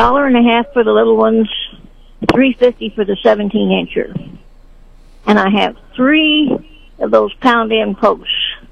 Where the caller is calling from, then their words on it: Sedalia, Missouri, United States; I'm from Sedalia